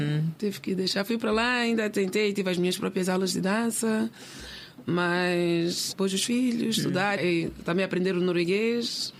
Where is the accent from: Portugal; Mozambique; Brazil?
Mozambique; now in Norway